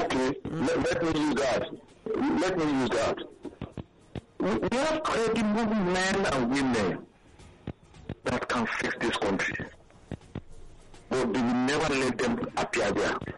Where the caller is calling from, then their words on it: Ibadan, Oyo, Nigeria; I'm calling from Ibadan.